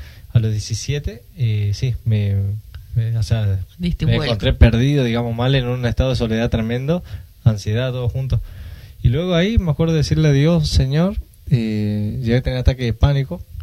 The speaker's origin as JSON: {"language": "Spanish", "region": "Córdoba", "country": "Argentina", "tie": "born or raised there", "also_born_or_lived": "Formosa", "moved": "as an adult", "lives_now": "Reconquista, Argentina", "said": "Yo soy oriundo, nací en Formosa y fui criado en Córdoba toda mi vida, hasta los 19 años, y después me vine para Reconquista."}